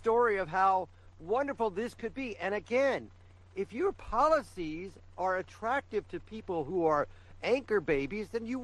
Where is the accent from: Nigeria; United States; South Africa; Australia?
South Africa; Oh, no, it's okay. I'm not. I'm from South Africa. I'm just like Musk.